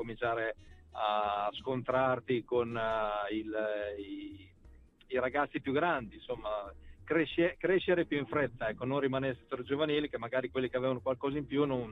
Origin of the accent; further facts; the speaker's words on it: Crespellano, Emilia-Romagna, Italy; dei dirigenti del mio paese, di Crespellano, che era appunto la società, il paese dove cui vivevo